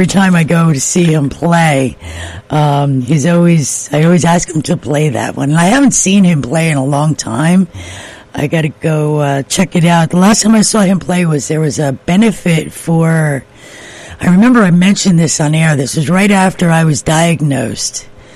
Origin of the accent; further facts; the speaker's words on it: South Plainfield, New Jersey, United States; Bernie Brausweter is from my hometown of South Plainfield, New Jersey.